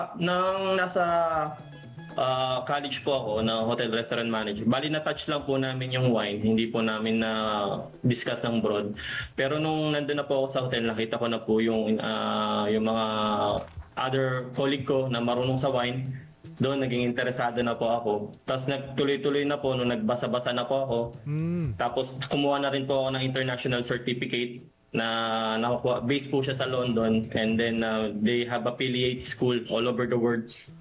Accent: Bulacan, Philippines; Dito po, sa Tigabulacan po ako.

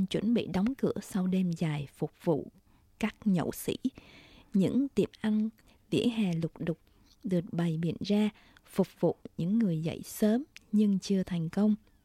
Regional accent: Saigon, Ho Chi Minh City, Vietnam; Sài Gòn là quê tôi, đôi khi tôi nghĩ mình thân thuộc với thành phố này tới mức nhắm mắt đi cũng tới chỗ mình muốn

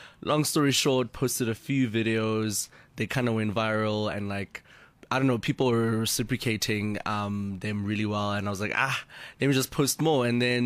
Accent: South Africa; I'm authentically South African, so I think that like helps, because it's like I'm always also trying to tell a story of who I am, where I come from

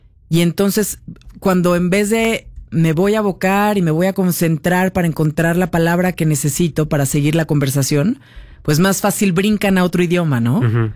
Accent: Mexico; nosotros como mexicanos

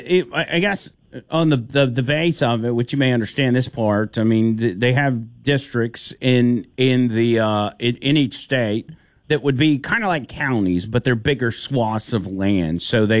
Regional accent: Remlap, Alabama, United States; my hometown of Rimlap, Alabama

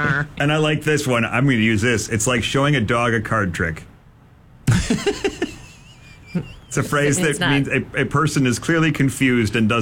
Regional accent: Michigan, United States; we're from Michigan.

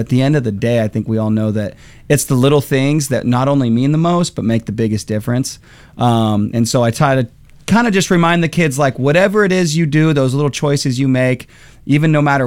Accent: West Coast, United States; I think it's better than Whataburger, man. But I'm from the West Coast, so I'm

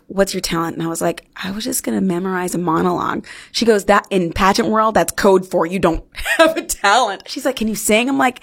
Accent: Fresno, California, United States; My hometown hero … she has 6 Tonys. And she's from Fresno, California.

